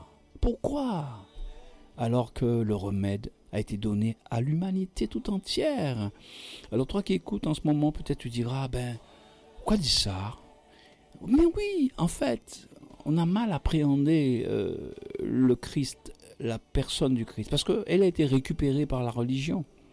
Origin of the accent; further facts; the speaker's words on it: Guadeloupe; Quand je suis Guadeloupéen, moi aussi